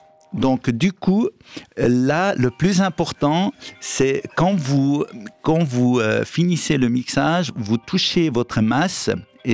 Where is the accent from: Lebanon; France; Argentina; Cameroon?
Lebanon; moved away